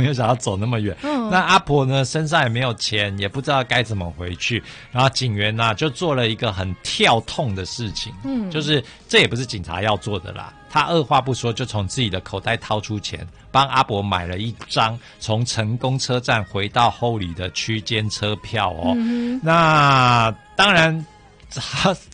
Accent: Taipei, Taiwan; 我们台北人可能啊，那是多远

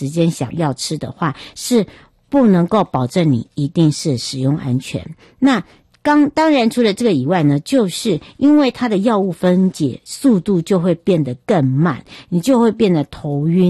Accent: Taiwan; moved away; 要回到我的故乡花东纵谷

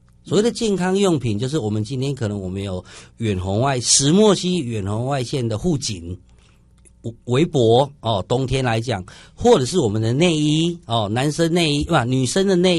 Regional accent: Taiwan; 可是现在我们台湾人虽然去到那么冷的地方

